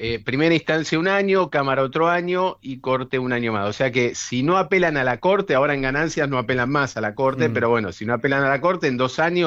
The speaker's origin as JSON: {"language": "Spanish", "country": "Argentina", "said": "somos todos argentinos para el mundo."}